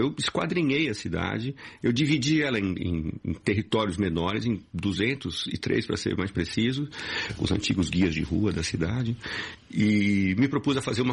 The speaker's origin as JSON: {"language": "Portuguese", "region": "São Paulo", "country": "Brazil", "tie": "born or raised there", "said": "Veja, São Paulo é a minha cidade, é onde eu nasci."}